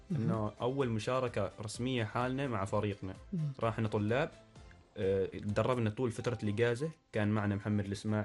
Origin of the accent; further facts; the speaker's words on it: Oman; عرفنا نحن عمانيين